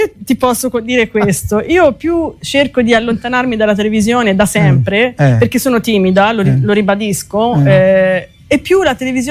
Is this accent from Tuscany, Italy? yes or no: yes; Arezzo, Tuscany, Italy; Io sono nata in Colcitrone, in via Cesalpino